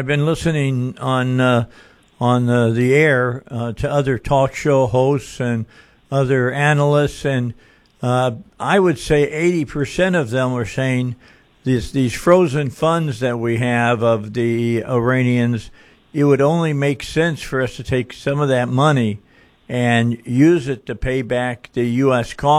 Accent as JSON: {"language": "English", "region": "Indiana", "country": "United States", "said": "I mean, I'm from Indiana."}